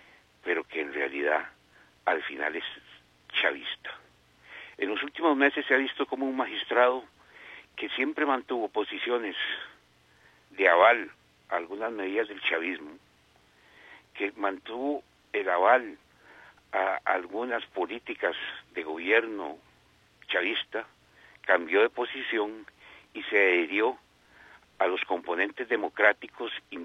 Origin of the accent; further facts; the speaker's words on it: Costa Rica; Nos, somos parte de Centroamérica, pero Centroamérica no es parte de Costa Rica.